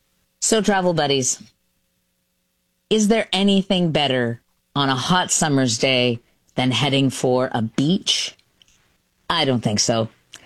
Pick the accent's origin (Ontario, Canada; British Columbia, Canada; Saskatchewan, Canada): Ontario, Canada; Belleville; also born or lived in Thousand Islands; I'm a Belleville girl, and I grew up near the Sandbanks and the outlet.